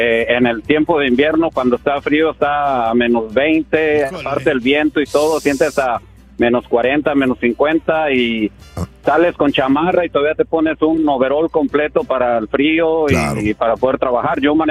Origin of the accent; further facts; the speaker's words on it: Zapotlanejo, Jalisco, Mexico; Yo soy de Jalisco, Zapotlanejo, pegado a Guadalajara.